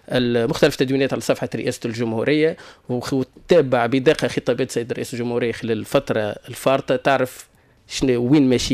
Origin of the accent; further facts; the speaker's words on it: Tunisia; نحن كتوانسه